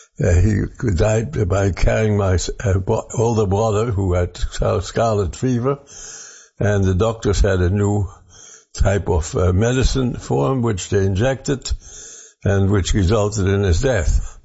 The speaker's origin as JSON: {"language": "English", "country": "Germany", "tie": "born there", "second_language": "English", "said": "Well, I was born in Germany in 1925, which makes me 98 at the present time. and into a well-to-do family."}